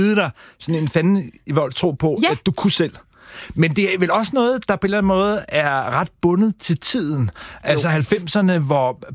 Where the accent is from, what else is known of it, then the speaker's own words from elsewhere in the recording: Haslev, Zealand, Denmark; Haslev på Sydsjælland, hvor jeg er vokset op.